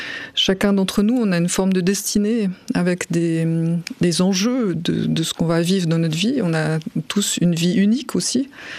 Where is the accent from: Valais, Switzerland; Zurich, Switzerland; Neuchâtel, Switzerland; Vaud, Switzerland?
Vaud, Switzerland; Corsier-sur-Vevey; born or raised there